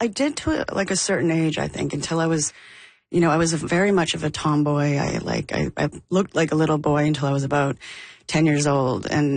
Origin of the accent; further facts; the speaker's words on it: Alberta, Canada; growing up in Alberta in the 90